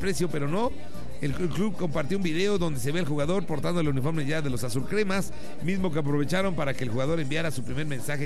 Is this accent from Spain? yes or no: no; Mexico; la verdad es que como mexicano nos hubiera quedado bien ganar, pero ni modo.